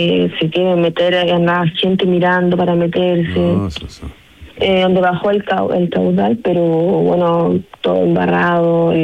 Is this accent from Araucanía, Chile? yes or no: no; Talca, Maule, Chile; now in Ovalle, Chile; nosotros no somos de aquí, somos del sur. ¿De dónde? Somos de Talca, llegamos hace 3 años aquí a Ovalle.